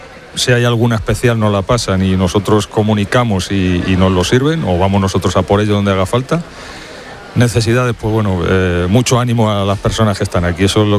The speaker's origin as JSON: {"language": "Spanish", "town": "Villamanta", "region": "Community of Madrid", "country": "Spain", "said": "me dejases decir a los vecinos de mi pueblo que tranquilidad, que no hay ninguna previsión de que el incendio llegue a Villamanta"}